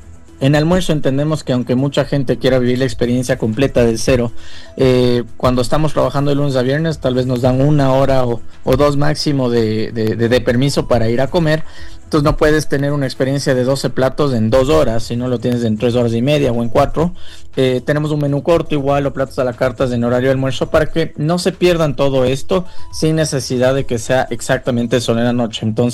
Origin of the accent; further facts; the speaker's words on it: Ecuador; cada una de estas cosas que nosotros como ecuatorianos nos gusta.